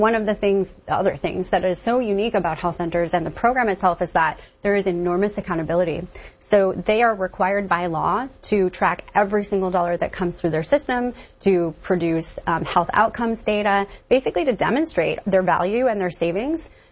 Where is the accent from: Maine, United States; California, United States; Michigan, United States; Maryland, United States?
Maine, United States; my home state